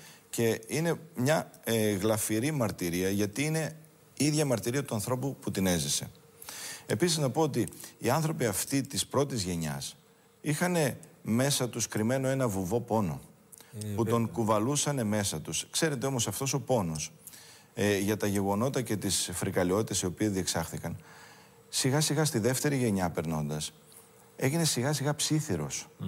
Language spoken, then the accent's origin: Greek; Nea Kerasounta, Epirus, Greece; το χωριό μου, η Νέα Κερασούντα της Πρέβεζας, στο νομό Πρεβέζης, από κατάγομαι.